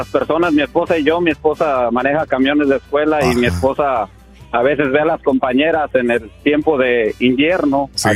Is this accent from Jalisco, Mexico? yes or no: yes; Zapotlanejo, Jalisco, Mexico; Yo soy de Jalisco, Zapotlanejo, pegado a Guadalajara.